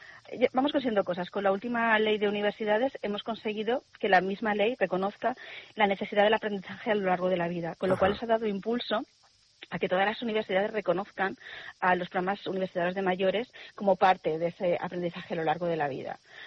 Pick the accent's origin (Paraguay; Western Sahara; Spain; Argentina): Spain; Nosotros somos españoles